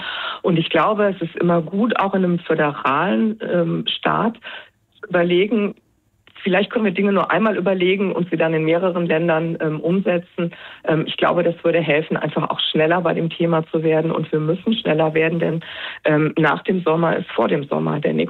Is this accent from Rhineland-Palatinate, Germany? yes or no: yes; Rhineland-Palatinate, Germany; Ich komme aus Rheinland-Pfalz.